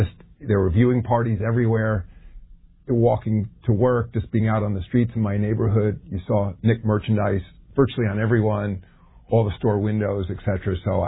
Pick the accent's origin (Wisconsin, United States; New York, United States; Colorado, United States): New York, United States; Yeah, I'll say, really answering it as a New Yorker